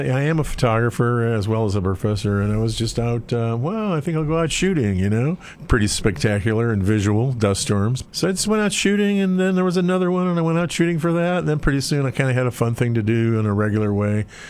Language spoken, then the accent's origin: English; Chicago, Illinois, United States; We grew up in Chicago, and so we were way far from, you know, out here